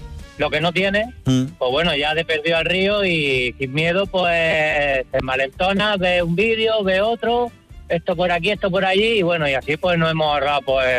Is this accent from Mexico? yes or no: no; Castelldefels, Catalonia, Spain